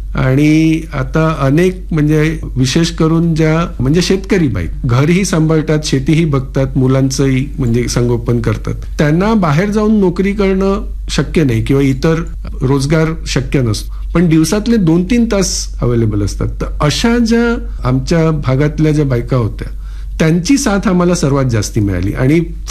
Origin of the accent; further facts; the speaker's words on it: Bordi, Maharashtra, India; आमचं गाव समुद्र किनारी आहे आणि एक वीकेंड डेस्टिनेशन आहे, तर खूप टुरिस्ट येतात. बोर्डी डहाणू हा जो परिसर आहे